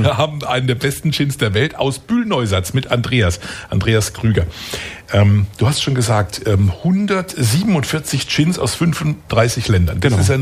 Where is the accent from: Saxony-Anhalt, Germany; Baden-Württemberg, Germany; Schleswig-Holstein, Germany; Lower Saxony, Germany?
Baden-Württemberg, Germany; Und ich sage in Asien, near the Black Forest, dass die Menschen es kennen.